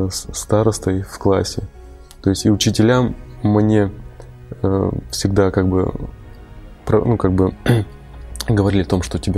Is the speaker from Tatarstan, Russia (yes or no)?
yes; Naberezhnye Chelny, Tatarstan, Russia; born there; also born or lived in Yakutia; в тот момент мы жили в Якутии, сам я вообще из Татарстана, из города Набережной Челны